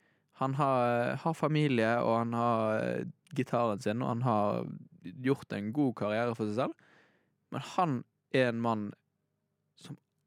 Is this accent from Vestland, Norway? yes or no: yes; Bergen, Vestland, Norway; Jeg er en bygutt fra Bergen.